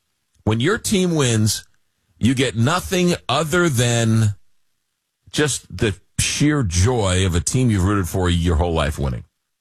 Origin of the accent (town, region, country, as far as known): New York, United States; born or raised there